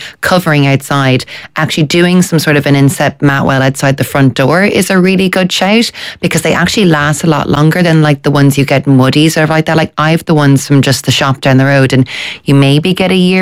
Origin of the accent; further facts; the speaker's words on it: County Wicklow, Ireland; I'm from Wicklow, so the nearest company to me that I would deal with would be someone like Cornell Square Glass or Archer's Glass.